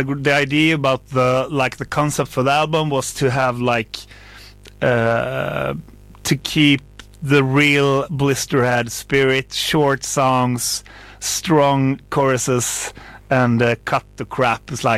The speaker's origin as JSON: {"language": "English", "town": "Falköping", "region": "Västra Götaland", "country": "Sweden", "said": "So I'm from Falköping"}